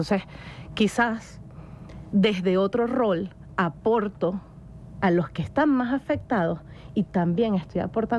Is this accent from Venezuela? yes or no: yes; Venezuela; como venezolanos somos un pueblo maravillosamente sororo y solidario.